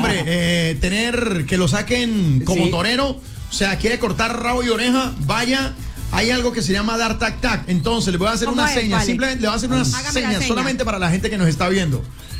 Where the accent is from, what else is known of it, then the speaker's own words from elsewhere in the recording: Colombia; como buenos colombianos que somos